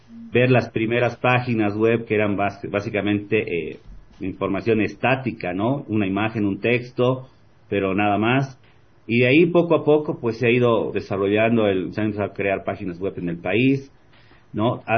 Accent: Bolivia

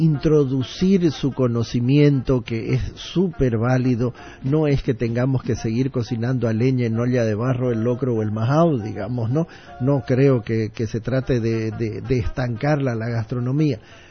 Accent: Santa Cruz, Bolivia

